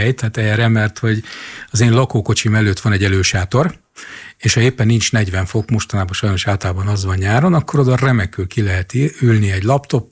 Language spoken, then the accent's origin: Hungarian; Jászberény, Jász-Nagykun-Szolnok, Hungary; moved away; hát én Jászberényi gyerek vagyok